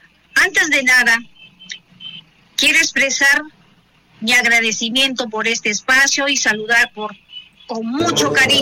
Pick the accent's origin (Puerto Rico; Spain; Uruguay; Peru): Peru; Coracora, Ayacucho; Sin embargo, mi corazón siempre está en Coracora. Sigo acompañando cada momento importante de mi pueblo.